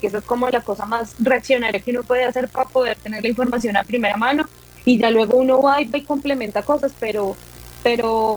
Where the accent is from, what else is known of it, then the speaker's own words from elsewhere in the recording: Bogotá, Colombia; yo, por lo menos yo soy de Bogotá y como ir a reportar y esto, también me parece súper importante complementar la información con la gente local